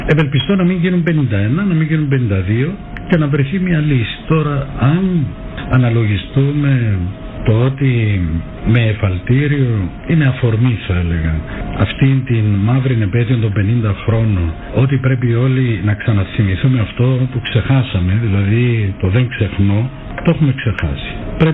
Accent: Kyrenia, Kyrenia District, Cyprus; Είμαι όντας πρόσφυγας από την Γερίνη και έχοντας ζήσει τον πόλεμο από μικρός

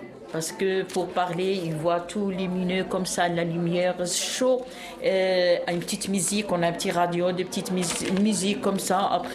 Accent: Algeria; French is a second language; now in France; Moi, je suis algérienne.

